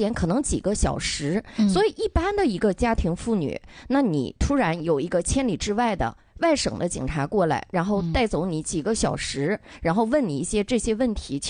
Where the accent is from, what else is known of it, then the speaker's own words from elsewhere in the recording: Northeast China, China; accent: Northeastern; 就是咱们东北话说叫看眼的老百姓，可能我也是东北的律师，嗓门也大，说话可能也脆